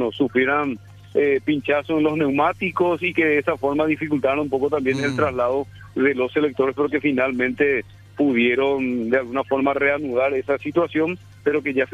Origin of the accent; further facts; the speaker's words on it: Fram, Itapúa, Paraguay; Y en Fram tenemos, por supuesto, una característica única. Ahí hay una mezcla de razas, de creencias.